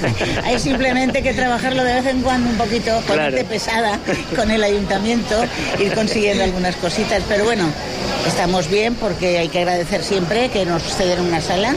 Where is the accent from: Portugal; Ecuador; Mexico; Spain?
Spain; Valencia, Valencian Community; born there; now in Xàtiva, Spain; Yo mira, yo no soy nacida aquí en Játiva, soy nacida en Valencia.